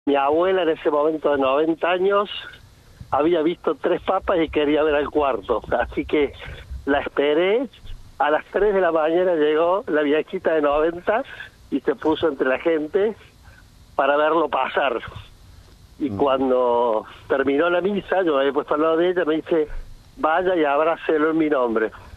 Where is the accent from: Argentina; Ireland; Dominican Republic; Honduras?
Argentina; esa parte saca lo mejor de nosotros como argentinos, ¿no?